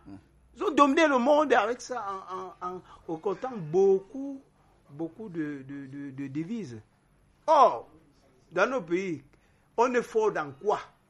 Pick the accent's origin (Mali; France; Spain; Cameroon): Cameroon; Parce qu'on a l'habitude, chez nous au Cameroun, de mettre les charrues avant les bœufs.